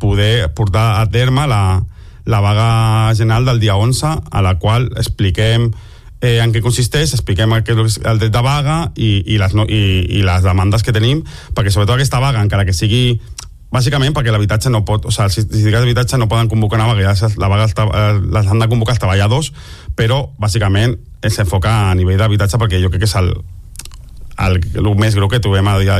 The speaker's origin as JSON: {"language": "Catalan", "town": "Barcelona", "region": "Catalonia", "country": "Spain", "said": "Jo, per exemple, soc barceloní, però m'ha hagut de sortir de la meva ciutat"}